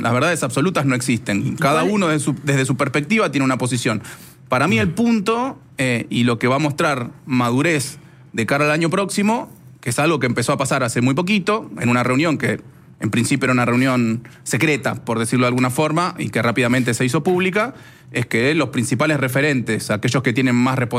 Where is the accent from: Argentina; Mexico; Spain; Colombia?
Argentina; Quilmes, Buenos Aires Province; Yo soy de Quilmes.